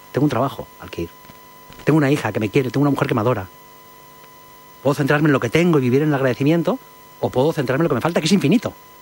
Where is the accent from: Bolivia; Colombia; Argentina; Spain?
Spain; Community of Madrid; Curiosamente, Sara es gallega, yo soy madrileño